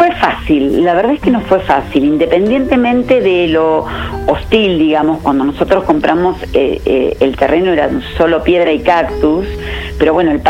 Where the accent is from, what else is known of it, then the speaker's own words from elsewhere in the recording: Buenos Aires, Argentina; Enseguida se dan cuenta que sos porteño porque estás acelerado.